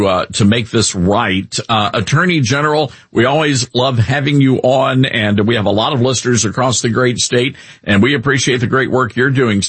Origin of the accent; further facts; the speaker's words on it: Memphis, Tennessee, United States; we broadcast our national show from my home town of Memphis.